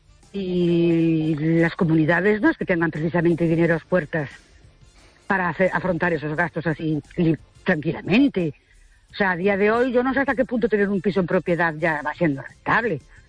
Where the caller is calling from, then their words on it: Ourense, Galicia, Spain; de Ourense otra vez.